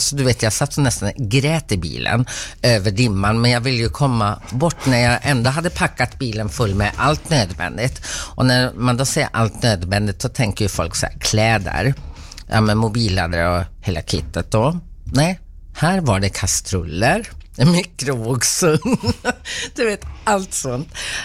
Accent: Norrland, Sweden; now in Malmö, Sweden; Alltså jag kommer från Norrland, jag ska flytta ner till Malmö.

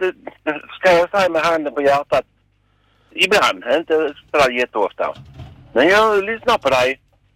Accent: Malmö, Skåne, Sweden; Jag är född och bor i Malmö. Uppvuxen här.

